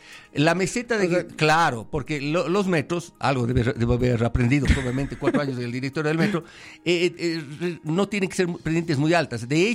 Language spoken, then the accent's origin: Spanish; Quito, Pichincha, Ecuador